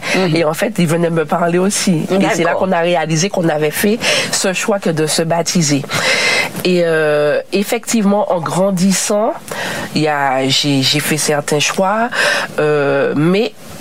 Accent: Martinique; Voilà, les deux sont de la Dominique. Donc, on a grandi, on est né en Martinique, on a grandi en Martinique, mais dans le foyer, c'est un foyer anglophone.

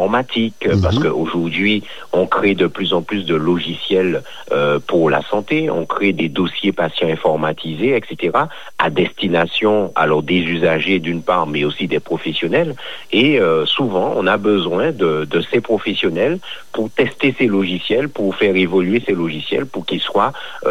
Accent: Martinique, France; also born or lived in Budapest, Hungary; puis depuis dimanche, je suis retourné chez moi en Martinique, et actuellement, je suis donc en Martinique.

